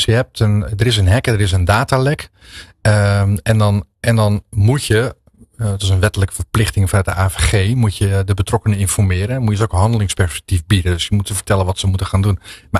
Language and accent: Dutch; Netherlands; Toevallig hebben wij nu in Nederland best wel een opeenlopend riedeltje van incidenten die ons als Nederlanders, zeg maar even zo, aangaan.